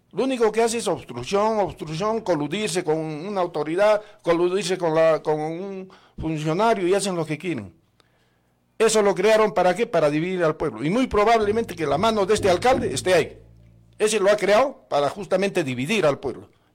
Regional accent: Coracora, Ayacucho, Peru; Yo solamente consulto con mi pueblo, con Coracora, quien me puso en el cargo.

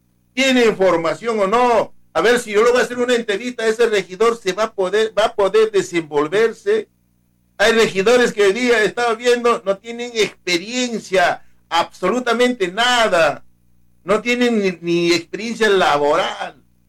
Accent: Chumpi, Ayacucho, Peru

